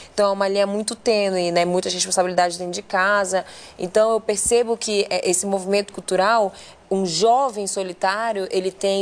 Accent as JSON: {"language": "Portuguese", "town": "Manaus", "region": "Amazonas", "country": "Brazil", "tie": "born there", "said": "Eu nasci em Manaus"}